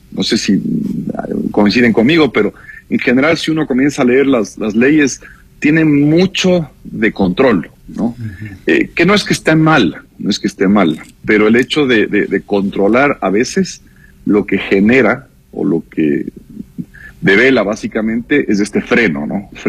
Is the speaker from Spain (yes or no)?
no; Ecuador